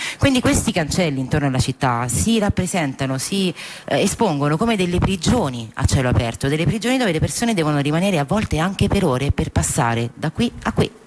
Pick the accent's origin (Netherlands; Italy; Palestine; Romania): Palestine; Hebron, Hebron Governorate; sono tornata ad Hebron nell'agosto scorso e tornata nella mia città